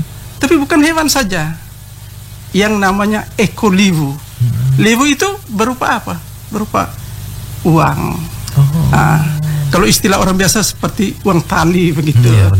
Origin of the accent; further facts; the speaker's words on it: Wolotopo, East Nusa Tenggara, Indonesia; Macam kami di Wolotopo, misalnya saya suku Atarobo dengan Sausue dengan Sawatalaki.